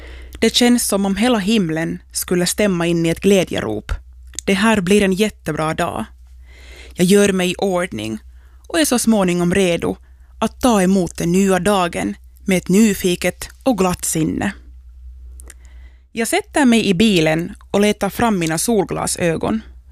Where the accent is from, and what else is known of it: Järvenpää, Uusimaa, Finland